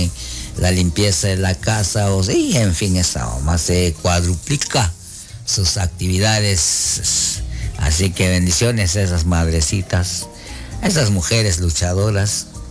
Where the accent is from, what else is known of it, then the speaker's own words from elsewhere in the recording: Guatemala; la música que nos identifica como guatemalteco chapín.